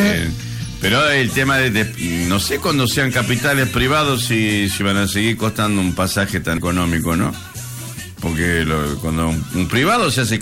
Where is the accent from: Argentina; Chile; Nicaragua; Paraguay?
Argentina; Rosario de Lerma, Salta; Hola, buen día … soy de Rosario de Lerma, ahora estoy yendo a la ciudad a trabajar.